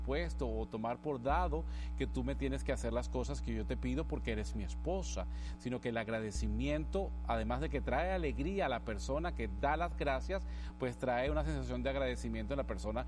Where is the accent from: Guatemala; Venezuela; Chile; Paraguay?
Venezuela; first language Spanish; yo soy de Venezuela, y tenemos el mismo idioma español, pero tenemos diferentes expresiones